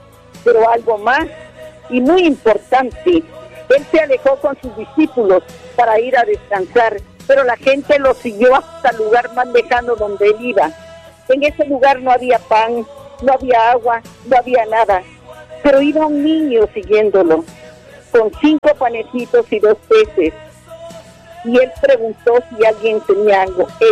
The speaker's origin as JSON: {"language": "Spanish", "country": "Guatemala", "said": "como decimos nosotros en Guatemala"}